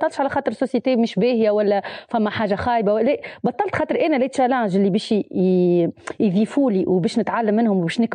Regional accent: Sousse, Sousse Governorate, Tunisia; وانا من سوسه على باز معناها انا اصلي الاصيل من سبيتلا من القصرين اما معناها عايشه وقريت وكل شيء في سوسه

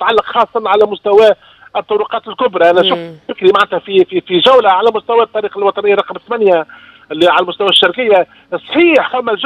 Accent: Tunisia; انا كمواطن تونسي يمكن نجم نطلعهم

